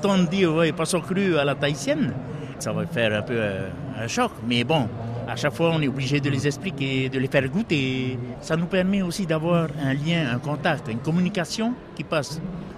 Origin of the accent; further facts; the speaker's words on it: Raiatea, Leeward Islands, French Polynesia; on est d'origine de Raiatea